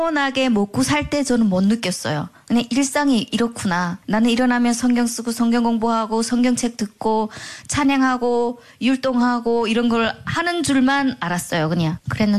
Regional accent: North Korea; 우리 북한에서 왔고 하니까.

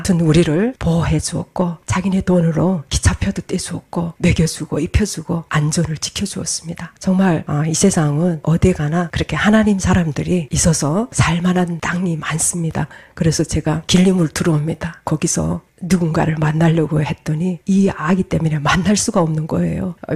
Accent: North Korea; moved away as an adult; 나는 갈 데가 없다고. 나는 조선에서 왔다고 하니까 깜짝 놀라는 거죠.

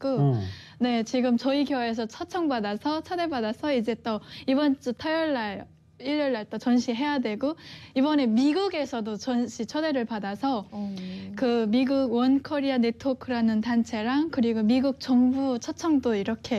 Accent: North Korea; 그래서 배고파서 처음에는 탈북을 했습니다.

